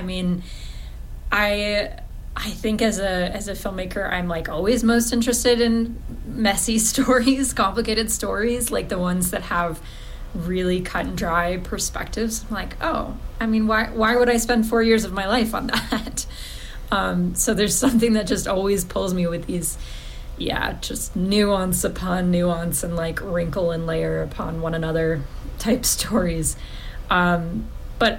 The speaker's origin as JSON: {"language": "English", "region": "Northeast", "country": "United States", "tie": "born or raised there", "moved": "yes", "lives_now": "Taos, United States", "said": "I grew up in the Northeast and really don't have any relationship or like context for fire."}